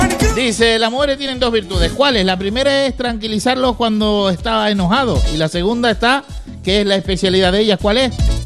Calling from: La Orotava, Canary Islands, Spain; de La Perdoma en La Orotava.

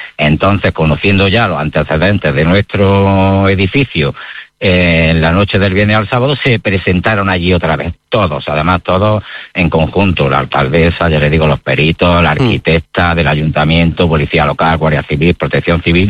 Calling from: Granada, Andalusia, Spain; somos de Granada. Entonces, pues tenemos familiares, tenemos nuestros padres y otros familiares que están en la misma ciudad.

